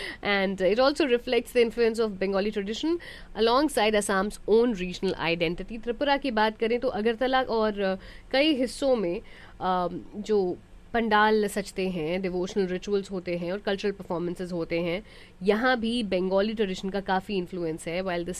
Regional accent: Bihar, India; मैं बिहार से हूँ

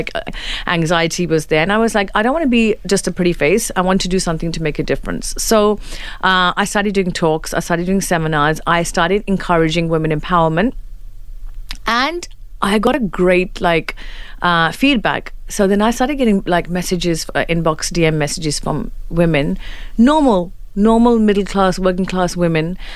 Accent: London, United Kingdom; moved away as an adult; now in Dubai, United Arab Emirates; I come from a psychology degree. So I'm born and raised in London, mm-hmm. and I have a psychology degree background. I've been living here for, say, over 10 years now.

